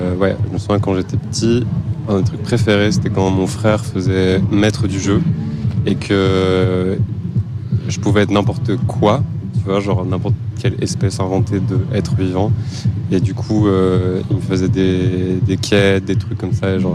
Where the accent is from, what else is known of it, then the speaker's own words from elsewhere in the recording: Ottignies, Wallonia, Belgium; Moi, j'ai pas grandi à Bruxelles. J'ai grandi à Otigny.